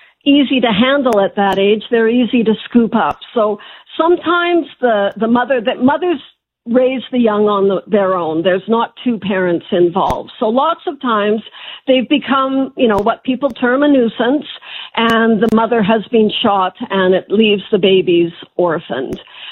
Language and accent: English; Saskatchewan, Canada; I grew up in Saskatchewan